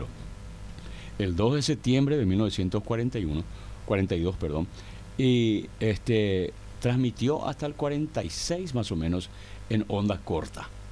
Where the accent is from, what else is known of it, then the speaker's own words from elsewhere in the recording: Asunción, Paraguay; yo nací en el barrio Silvio Petirossi, hoy antes era Vista Alegre, ¿verdad? Y viví toda mi vida y sigo viviendo hasta ahora en el barrio San Vicente